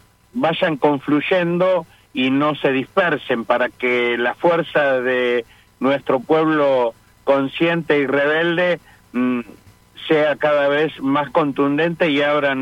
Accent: Argentina

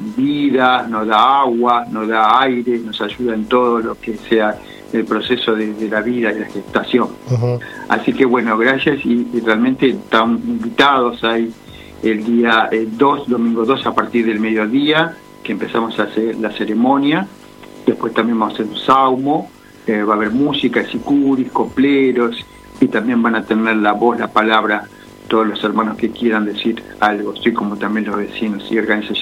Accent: Changuito, Jujuy, Argentina; now in Castelar, Argentina; de Castelar, Morón, que yo estoy viviendo ya hace 50 años y vine de Changuito de Jujuy.

